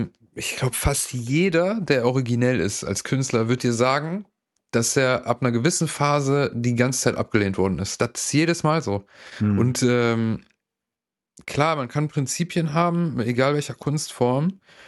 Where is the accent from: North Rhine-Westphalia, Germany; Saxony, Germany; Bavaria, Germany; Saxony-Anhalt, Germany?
North Rhine-Westphalia, Germany; now in Cologne, Germany; Nee, ich komme aus dem Rheinland, sage ich jetzt mal.